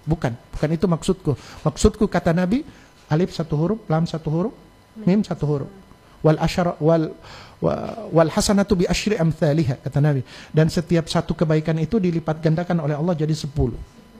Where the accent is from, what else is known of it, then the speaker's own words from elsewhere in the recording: Gorontalo, Indonesia; kita orang Gorontalo